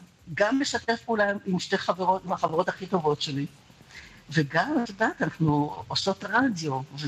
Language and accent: Hebrew; Haifa, Haifa District, Israel; הייתי כולה ילדה מחיפה בת 17 וחצי